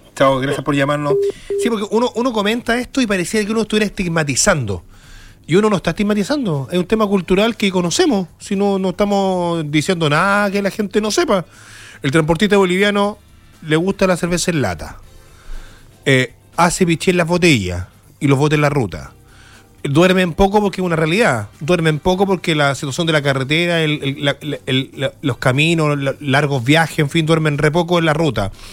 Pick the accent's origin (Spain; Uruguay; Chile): Chile; nosotros como chilenos